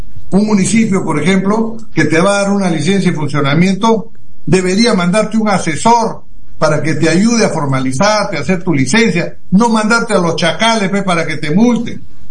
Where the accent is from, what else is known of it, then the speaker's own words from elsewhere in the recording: Peru; Nosotros los peruanos